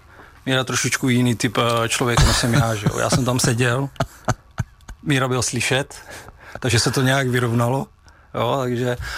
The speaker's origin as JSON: {"language": "Czech", "region": "Prague", "country": "Czechia", "said": "Já jsem Pražák, jo."}